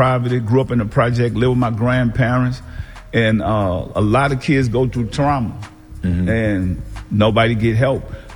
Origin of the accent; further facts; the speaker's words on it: New Orleans, Louisiana, United States; moved away; also born or lived in Richmond, California; I'm from New Orleans, and then I went to Richmond, California.